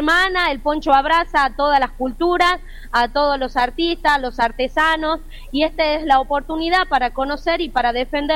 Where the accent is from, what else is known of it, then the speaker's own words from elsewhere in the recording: La Rioja, Argentina; Soy riojana, pura cepa, che.